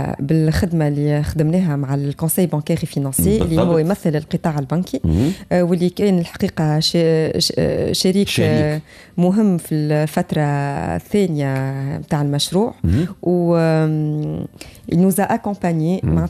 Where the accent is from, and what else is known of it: Tunisia